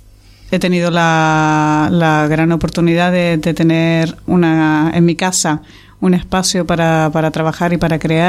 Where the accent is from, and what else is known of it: Canary Islands, Spain; moved away as an adult; also born or lived in Barcelona